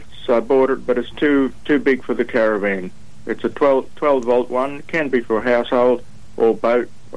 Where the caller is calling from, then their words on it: Australia; I'm from Walgaroo.